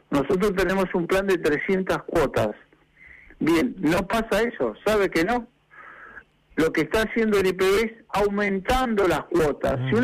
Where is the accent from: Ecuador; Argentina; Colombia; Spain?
Argentina; Comodoro Rivadavia, Chubut